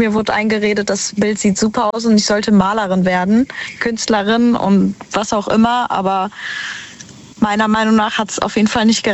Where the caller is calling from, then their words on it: Cologne, North Rhine-Westphalia, Germany; Ich bin aus Köln.